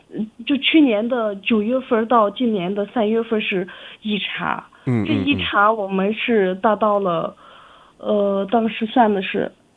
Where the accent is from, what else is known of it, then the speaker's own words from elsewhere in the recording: China; 因为我是这个叉龙的人，叉龙六个村的人都是我的家乡的人，都是我的乡亲们。